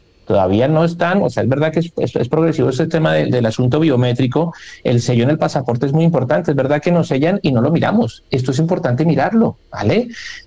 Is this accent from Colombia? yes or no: yes; Colombia; Recordemos que las personas que somos de origen colombiano podemos pedir a Migración Colombia un certificado de movimientos migratorios.